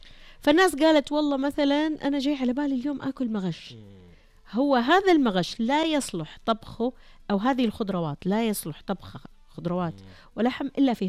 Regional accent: Western Region, Saudi Arabia; يعني أنا مثلا من الغربية لا، تقبلت بقوة الأكل النجدي التراثي.

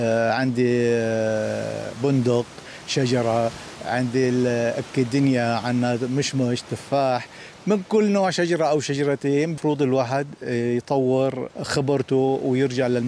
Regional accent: Quneitra Governorate, Syria; كونه مو مزروع عندنا بمنطقتنا بمحافظتنا

